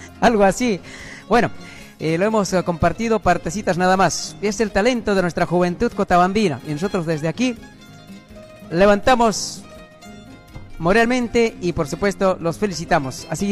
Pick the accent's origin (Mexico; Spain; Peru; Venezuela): Peru; Haquira, Apurímac; moved away; en mi niñez, en mi etapa, ¿no?, infantil, infancia, allá en mi tierra, en Akira, en mi colegio José María Arguedas